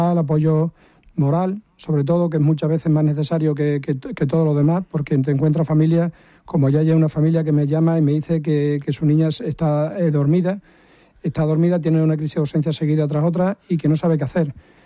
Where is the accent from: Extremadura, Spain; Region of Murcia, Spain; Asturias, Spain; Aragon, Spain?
Extremadura, Spain; Puebla de Obando; now in Mérida, Spain; yo siempre digo que vivo en Mérida, pero que soy de Pueblo de Obando. Lo de los orígenes nunca hay que decir que no es uno de allí. Soy de Pueblo de Obando y vivo en Mérida.